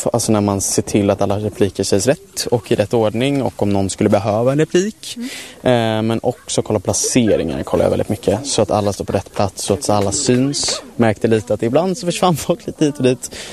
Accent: Nacka, Stockholm County, Sweden; Jag är från Nacka.

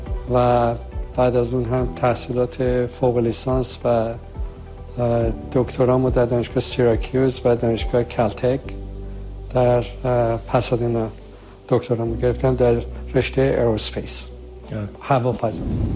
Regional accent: Tehran, Tehran Province, Iran; moved away as an adult; also born or lived in Shiraz / Pasadena, United States; من در تهران متولد شدم از مادری که مال آذربایجان بودن و پدری که مال تهران، و تمام دوران دبستان و مدت زیاد دبیرستان در تهران بودم

